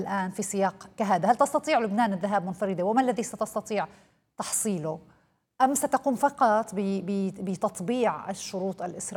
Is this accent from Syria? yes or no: yes; Syria